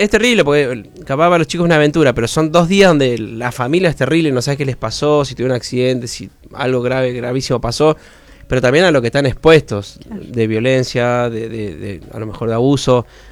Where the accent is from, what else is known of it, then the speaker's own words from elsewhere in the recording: Buenos Aires, Argentina; yo vengo de Buenos Aires y hemos conocido distintos espacios de iglesias